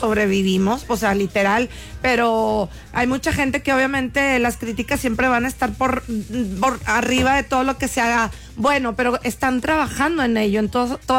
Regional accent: Monterrey, Nuevo León, Mexico; Así somos las regias.

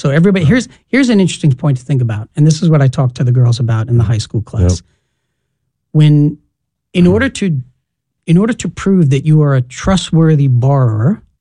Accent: New York City, New York, United States; And so, I grew up in the Bronx, New York. My father was a bus driver for the New York City Transit Authority for 35 years.

